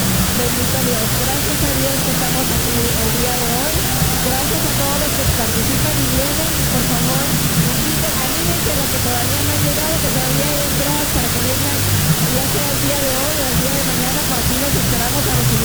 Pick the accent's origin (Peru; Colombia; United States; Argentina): United States; Watsonville, California; vengo de Watsonville